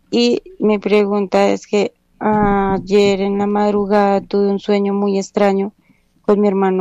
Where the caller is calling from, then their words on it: Cota, Cundinamarca, Colombia; Te hablo desde Cota.